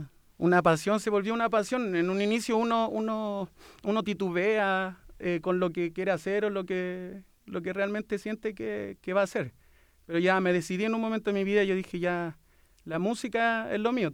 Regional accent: Santiago, Santiago Metropolitan Region, Chile; born there; also born or lived in Conchalí; Tengo 30 años y soy de la comuna de Quilicura actualmente. Pero soy nacido en Conchalí. En Conchalí, en la población de Carlos Salas. Era un campamento anteriormente cuando yo vivía ahí. Y de allí me trasladé a Quilicura y en Quilicura ya viví mi adolescencia.

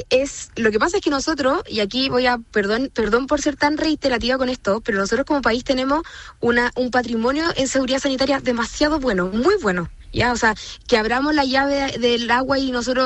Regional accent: Chile; hay vectores y hay ciertos microorganismos que no estamos acostumbrados como chilenos a enfrentar

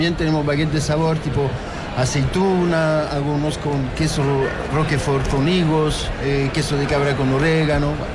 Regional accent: France; Spanish is a second language; now in Chile

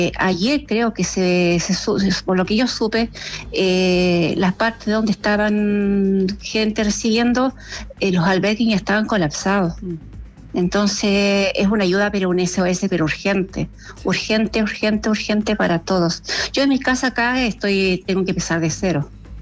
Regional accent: Calama, Antofagasta, Chile; now in Tocopilla, Chile; No, yo soy de Calama y nos vinimos acá a Tocopilla hace 7 años con mi esposo.

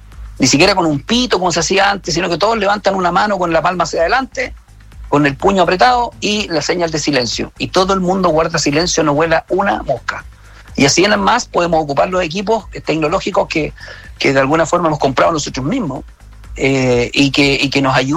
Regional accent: Chile; Somos un pedacito de Chile

